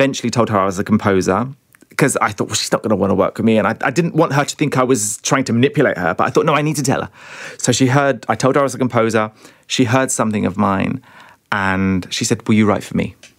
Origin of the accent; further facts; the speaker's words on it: United Kingdom; I'm a British composer.